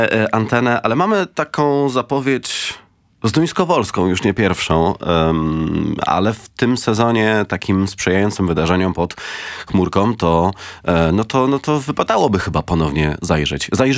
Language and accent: Polish; Zduńska Wola, Łódź Voivodeship, Poland; to moje rodzinne strony